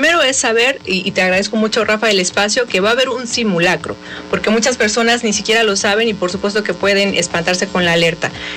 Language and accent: Spanish; Mexico; nosotros como mexicanos estamos con el temor de que próximamente nos suceda